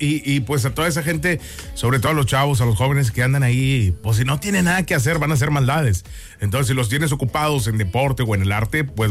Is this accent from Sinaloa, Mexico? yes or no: no; Apodaca, Nuevo León, Mexico; yo que crecí en Apodaca